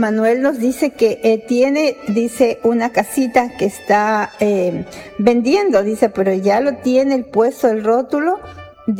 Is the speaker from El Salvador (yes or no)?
no; Ecuador